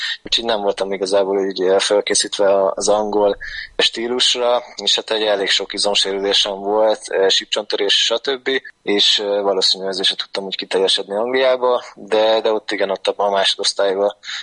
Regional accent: Veszprém, Veszprém County, Hungary; mivel veszprémi srác vagyok, ott ugye a kézilabda erős

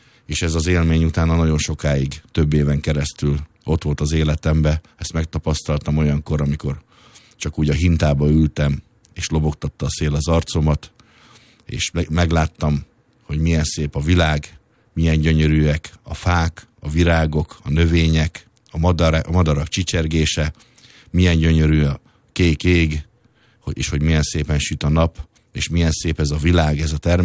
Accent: Pest, Hungary; 1976-ban születtem, és vidéken, Kelet-Pest megyében Sűjsápon nevelkedtem fel, egy nagyon szép kertes házas környezetben, egy erdő alatti dombvidéken, és egy nagy családban

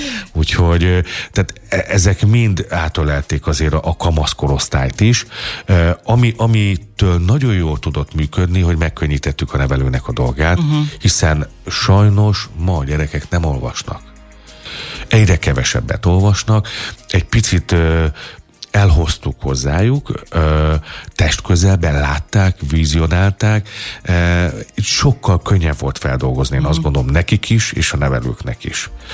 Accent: Mohács, Baranya, Hungary; born there; moved away; ugye én mohácsi születésű vagyok.

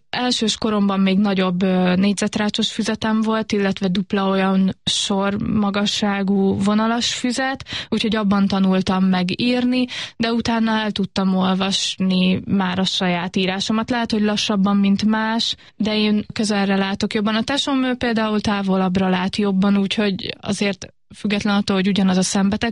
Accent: Paks, Tolna, Hungary; mi egy kisebb városban nőttünk fel, Pakson, folyamaton, és teljes mértékig integráltan.

